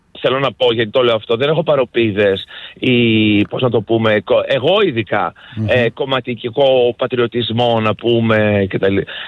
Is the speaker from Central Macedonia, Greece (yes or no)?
yes; Thessaloniki, Central Macedonia, Greece; Εγώ βλέπω τον Δήμαρχο Θεσσαλονίκης, ο οποίος, από την πόλη μου, και ο οποίος, από την οποία κατάγομαι